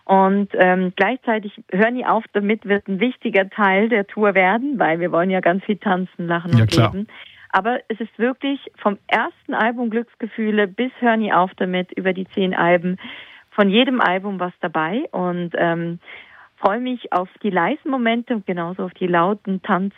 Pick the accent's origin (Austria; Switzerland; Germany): Switzerland; Ja, klar. Die Schweiz ist meine Heimat. Die Schweiz sind meine Wurzeln.